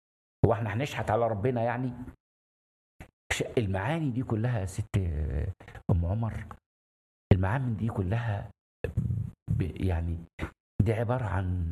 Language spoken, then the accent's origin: Arabic; Tanta, Gharbia, Egypt; احنا من طنطا